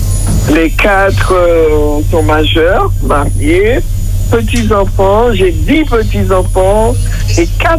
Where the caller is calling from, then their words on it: Matoury, French Guiana; J'habite à Matoury, c'est la ville foncière de la Guyane, à 15 kilomètres de la ville centrale, la commune principale qui est la ville principale qui est Cayenne.